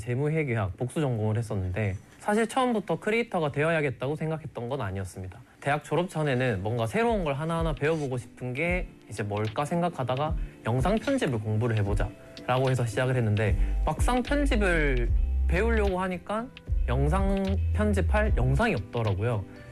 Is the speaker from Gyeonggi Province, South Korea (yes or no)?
no; Busan, South Korea; 저는 부산에서 태어나고 자란 것도 부산 토박인데 대학생 때 인턴이랑 이제 군생활, 군복무 기간을 제외하면 거의 평생을 부산에서 살아왔습니다.